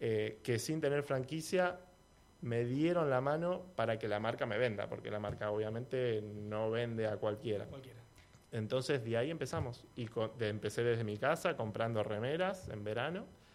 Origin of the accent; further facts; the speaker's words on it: San Clemente del Tuyú, Buenos Aires Province, Argentina; born there; moved away as an adult; also born or lived in Mar del Plata; now in Río Negro, Argentina; En realidad yo soy de San Clemente del Tuyú, nacido. Después estudié en Mar del Plata. No terminé la carrera, pero estudié licenciatura en Administración en Mar del Plata.